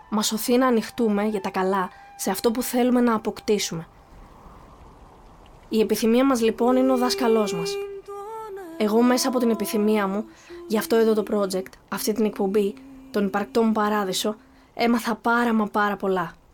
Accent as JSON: {"language": "Greek", "region": "Crete", "country": "Greece", "said": "Εδώ δίπλα στο χωριό μου, στο Μουκτάρο μου."}